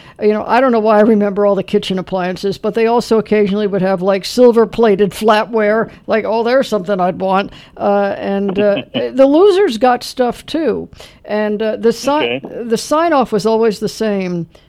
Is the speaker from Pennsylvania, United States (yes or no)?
no; Los Angeles, California, United States; born there; I was. I was born in Los Angeles at Temple Hospital.